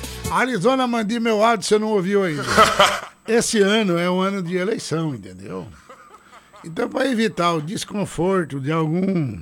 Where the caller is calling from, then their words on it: Ourinhos, São Paulo, Brazil; Bom dia, meu amigo. Sou paulista da cidade de Ourinhos. Moro em Tangará da Serra.